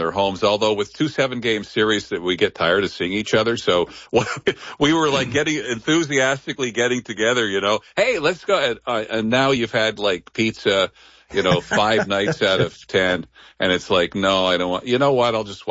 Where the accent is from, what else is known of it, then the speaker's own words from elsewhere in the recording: Newfoundland and Labrador, Canada; because I'm a Newfoundlander as well.